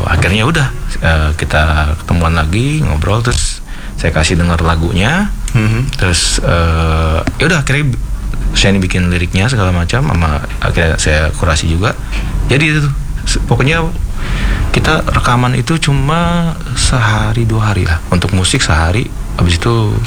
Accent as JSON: {"language": "Indonesian", "region": "Jakarta", "country": "Indonesia", "tie": "born there", "said": "Asli kok lahir Jakarta."}